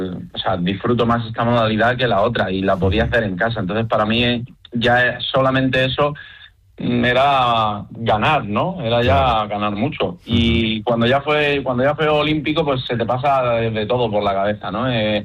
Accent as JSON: {"language": "Spanish", "town": "Torrevieja", "region": "Valencian Community", "country": "Spain", "said": "Por ejemplo, en Torrevieja, que es de donde yo soy"}